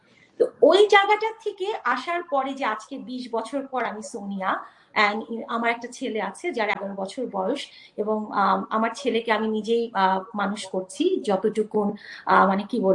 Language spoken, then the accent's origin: Bangla; Bangladesh